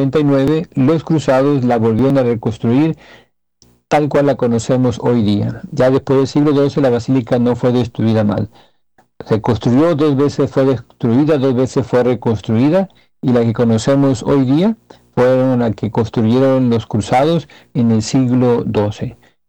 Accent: Mexico; somos mexicanos

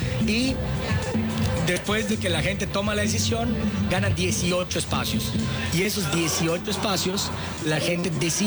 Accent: Mérida, Yucatán, Mexico; born there; somos yucatecos y meridanos de nacimiento.

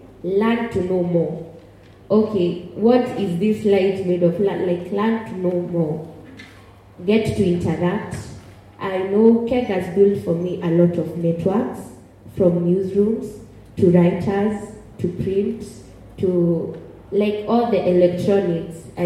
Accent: Western, Kenya; moved away; also born or lived in Kiambu / Murang'a; mimi nimesomea Kiambu, then Murang'a. And I'm from Western.

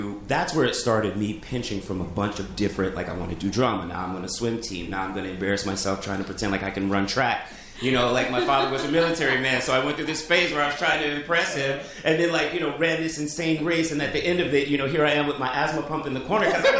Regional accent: Lincoln, Nebraska, United States; born there; also born or lived in Ohio; now in New York, United States; Growing up in Lincoln, it's a college town.

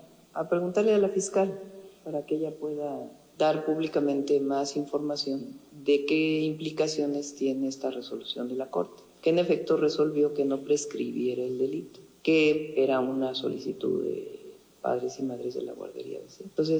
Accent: Mexico; Es que habla de cómo somos los mexicanos.

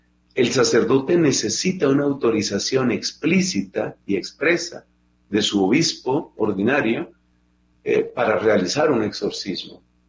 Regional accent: Colombia

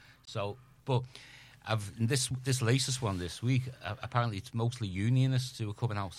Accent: Liverpool, North West England, United Kingdom; I was brought up in Everton

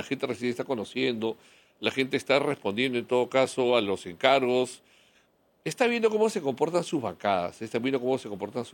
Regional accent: Peru; Yo como peruano, yo percibo que hemos estado casi secuestrados por un comportamiento caviar durante años.

